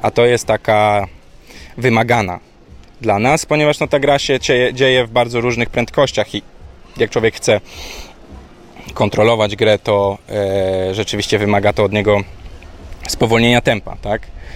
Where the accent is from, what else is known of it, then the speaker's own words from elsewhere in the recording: Gdańsk, Pomeranian Voivodeship, Poland; Dzisiaj mam, ja z Gdańska jestem, a do Warszawy dojeżdżamy co weekend z tatą, żeby grać.